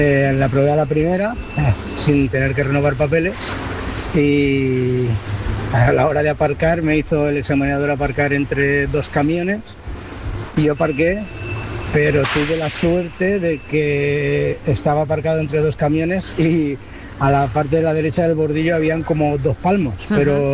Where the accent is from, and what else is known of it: Moncofa, Valencian Community, Spain